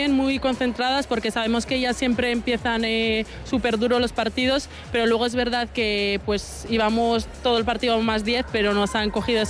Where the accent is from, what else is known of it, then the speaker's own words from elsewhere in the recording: Basque Country, Spain; Nosotras somos 4 vascas